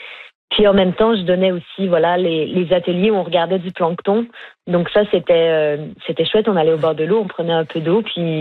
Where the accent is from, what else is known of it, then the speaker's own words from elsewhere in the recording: Montreal, Quebec, Canada; J'ai grandi au Québec et puis j'ai souvent, et à Montréal en fait